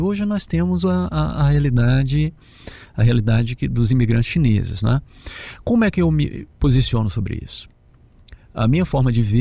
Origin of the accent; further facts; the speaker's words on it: Brazil; Eu cresci no Brasil